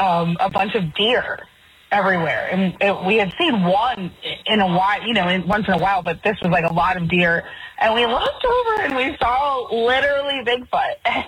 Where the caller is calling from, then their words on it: Ohio, United States; where we lived in Ohio, and Northwest Ohio